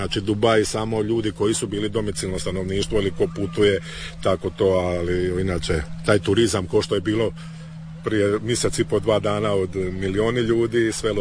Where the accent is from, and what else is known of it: Croatia